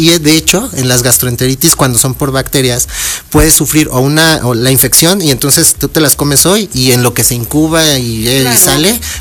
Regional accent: State of Mexico, Mexico; now in Puebla, Mexico; Yo en esa parte sí, aquí en Puebla, yo no soy de aquí, soy del Estado de México

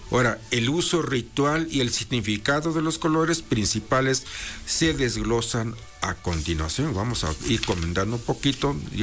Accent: Mexico; Allá en mi pueblo, no sé ustedes, pero allá por la región mixteca, en los árboles de guaje que llamamos nosotros

